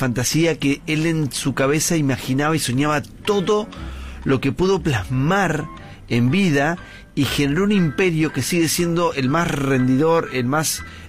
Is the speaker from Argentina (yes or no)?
yes; Buenos Aires, Argentina; born there; Nací en Boedo.